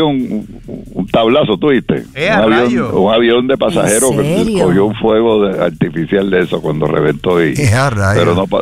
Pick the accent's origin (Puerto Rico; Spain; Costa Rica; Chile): Puerto Rico; Utuado; now in San Juan, Puerto Rico; Yo me fui a chinchorrear a mi pueblo, Utuado.